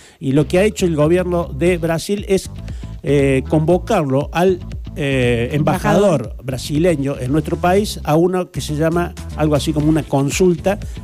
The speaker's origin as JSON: {"language": "Spanish", "region": "Córdoba", "country": "Argentina", "said": "nos afecta mucho a los cordobeses."}